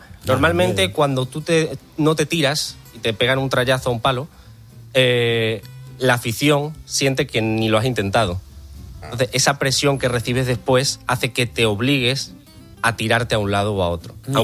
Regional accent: Azuaga, Extremadura, Spain; O sea, si se enfrenta al equipo de mi pueblo, que es Azuaga, contra...

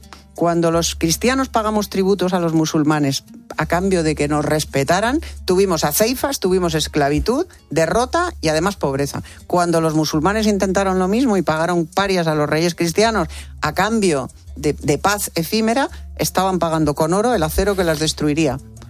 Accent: Santiago, Santiago Metropolitan Region, Chile; born there; En Santiago de Chile.

